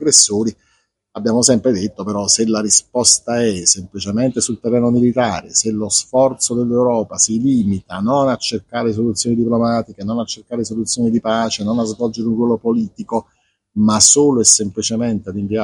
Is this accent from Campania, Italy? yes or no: yes; Naples, Campania, Italy; nella mia città, perché sono napoletano, non c'è una presenza democratica di grande impatto